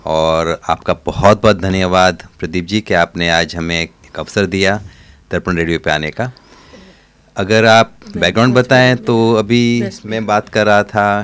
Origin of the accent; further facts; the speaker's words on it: Gujarat, India; now in Sydney, Australia; They are from Punjab, लेकिन मेरे को पंजाब रहने का कभी मौका नहीं मिला, हमेशा गुजरात में रहें because they move to Gujarat before I was born, they came to Gujarat over 65 years ago.